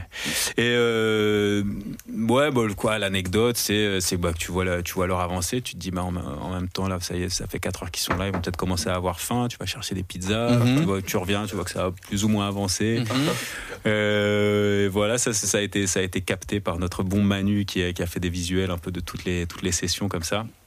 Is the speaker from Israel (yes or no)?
no; Paris, Île-de-France, France; also born or lived in Honfleur; Non, je suis parisien. Enfin, je suis né à Paris, mais mon daron avait cette maison à Honfleur où il allait passer sa retraite.